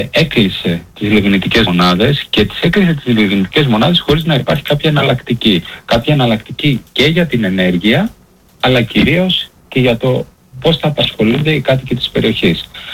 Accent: Greece; εγώ ως Έλληνας Ευρωβουλευτής

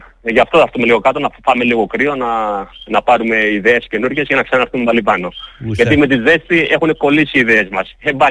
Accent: Kalymnos, South Aegean, Greece; moved away as an adult; Γεννήθηκα στην Κάλυμνο, μεγάλωσα, έφυγα 23 χρονών από την Κάλυμνο, τώρα είμαι 38 χρονών.

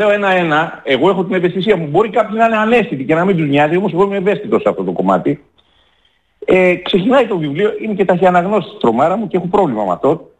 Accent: Perati, Epirus, Greece; Λοιπόν, κοιτάξτε, βρίσκομαι αυτές τις μέρες στα Γιάννενα, την ιδιαίτερη πατρίδα μου, στην Περάτη Ιωαννίνων, στο μολοσικό οροπέδιο όπως το λέω εγώ.

